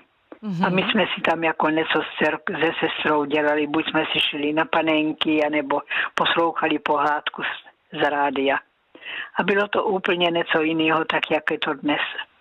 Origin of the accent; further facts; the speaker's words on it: Násedlovice, South Moravian Region, Czechia; To jsme chodili do kostela, já pocházím z Následovic a přes pole jsme chodili do Klobouk do Brna. U Brna, teda Klobouky u Brna, tam jsme chodili do kostela.